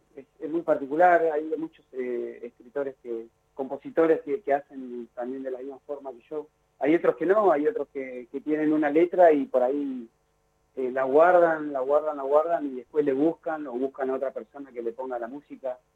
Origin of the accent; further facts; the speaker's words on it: Tierra del Fuego, Argentina; also born or lived in Buenos Aires / San Luis; No, yo nací en Morón, en Buenos Aires. Ah, mira. Y desde muy chico, a los 4 años, nos vinimos para Tierra del Fuego, venimos en el 82 para acá.